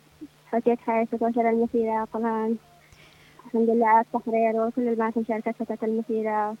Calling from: Al Khawkhah, Al Hudaydah, Yemen

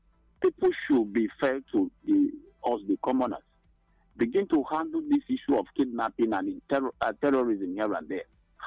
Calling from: Nigeria; I'm calling from Okpabi Nimbo, the Nozo One, the local government.

